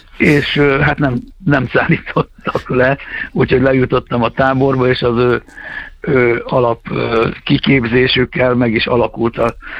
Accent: Ozora, Tolna, Hungary; born there; én is Tolna megyébe Ozorán

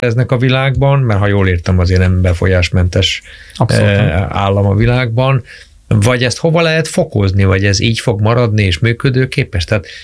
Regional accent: Hungary; magyarként.

